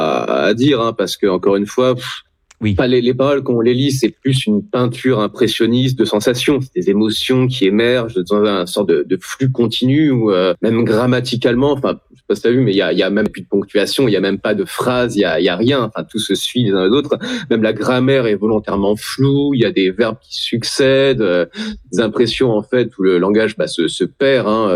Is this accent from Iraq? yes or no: no; Tours, Centre-Val de Loire, France; j'aime bien Tours et je viens de Tours